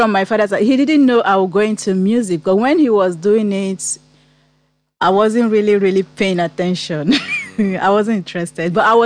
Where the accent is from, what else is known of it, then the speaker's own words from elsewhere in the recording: Nigeria; I'm Nigeria.